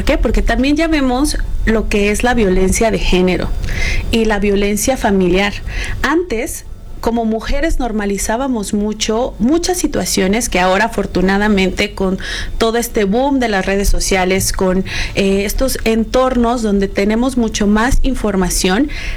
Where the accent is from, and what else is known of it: Mexico